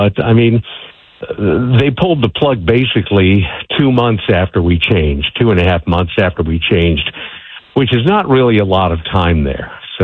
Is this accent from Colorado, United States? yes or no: no; Dobbs Ferry, New York, United States; I'm at the Metro North station in my hometown of Dobbs Ferry, New York, which is on the Hudson River just north of the city. And like you, I grew up listening to CBS News Radio here on WCBS in New York